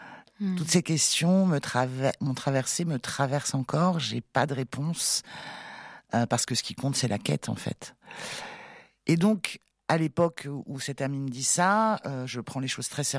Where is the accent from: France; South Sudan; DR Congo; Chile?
France; Saint-Joachim, Pays de la Loire; moved away as an adult; also born or lived in Saint-Herblain, Nantes; now in Ardèche, France; j'ai grandi à Nantes, Saint-Herblain, puis je suis partie en Brière, près de Saint-Nazaire. J'y suis resté jusqu'à mes 18 ans. Ensuite, j'ai bourlingué. Bref, à 33 ans, j'ai emménagé en Ardèche où j'ai poursuivi ma vie d'adulte.